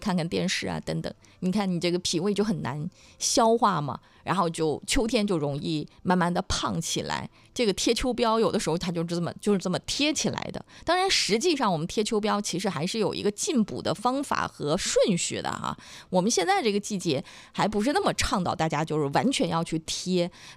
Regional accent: Dalian, Liaoning, China; 就我们大连话就是那个马蹄

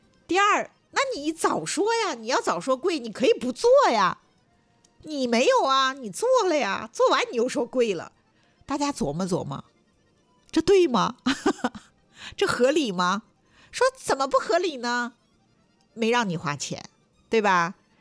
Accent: Dalian, Liaoning, China; 这就是我们大连人说话

